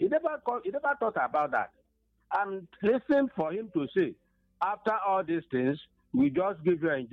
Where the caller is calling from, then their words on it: Enugu, Enugu State, Nigeria; I'm calling from Enugu.